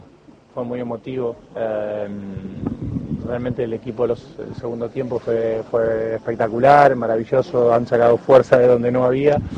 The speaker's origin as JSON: {"language": "Spanish", "country": "Argentina", "said": "Creo que nosotros como argentinos tenemos que reconocer a veces que el rival juega"}